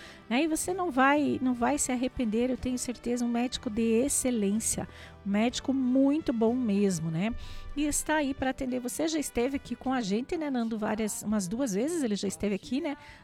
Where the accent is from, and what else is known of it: Brazil